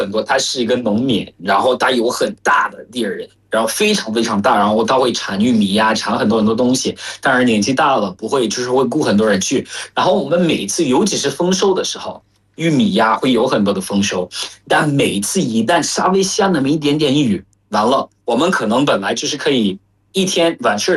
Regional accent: Yaoundé, Centre, Cameroon; Chinese is a second language; 在喀麦隆，像在我的老家，我虽然没怎么去过那儿，因为我一直在首都

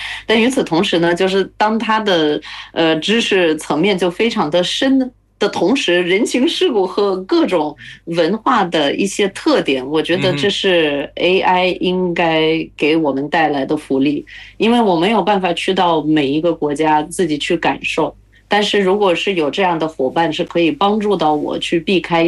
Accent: Latvia; Chinese is a second language; now in China; 我是来自拉脱维亚的

